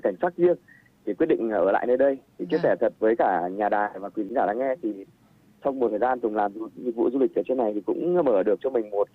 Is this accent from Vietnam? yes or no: yes; Ha Giang, Vietnam; Em thì em quê gốc em ở Hà Giang.